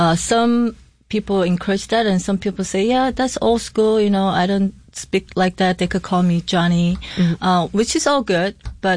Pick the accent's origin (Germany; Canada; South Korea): South Korea; now in Rochester, United States; So I'm from Korea.